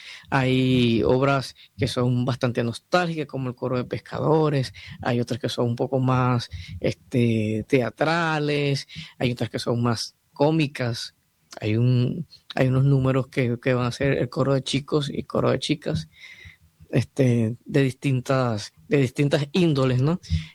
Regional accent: Venezuela; now in Madrid, Spain; Yo soy de Venezuela

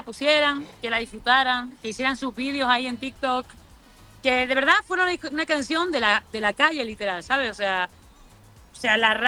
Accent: Spain; siento que tengo mucho que decir como mujer, como persona, como española

